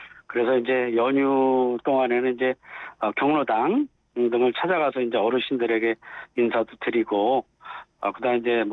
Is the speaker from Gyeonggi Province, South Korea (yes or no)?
yes; Pocheon, Gyeonggi Province, South Korea; 저는 포천이 고향이에요.